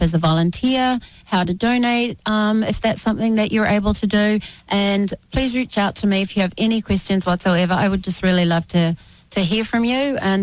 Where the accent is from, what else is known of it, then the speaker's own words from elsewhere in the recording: New Zealand; So growing up in New Zealand, I had this love for good, healthy food from the source.